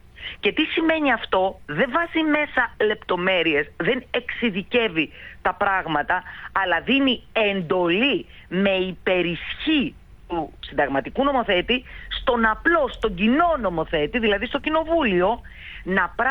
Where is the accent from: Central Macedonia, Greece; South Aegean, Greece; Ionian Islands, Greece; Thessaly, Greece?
Thessaly, Greece; κατάγομαι από τη Θεσσαλία